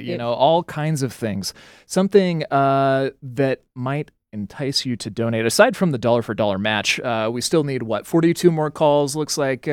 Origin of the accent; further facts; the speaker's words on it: Lewiston, Idaho, United States; now in Boise, United States; I was born and raised in Lewiston, lived in the state most of my life, and we all called it Boise.